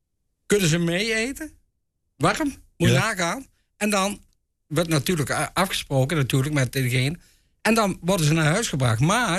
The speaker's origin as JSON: {"language": "Dutch", "town": "Doesburg", "region": "Gelderland", "country": "Netherlands", "said": "ik kom zelf uit Doesburg"}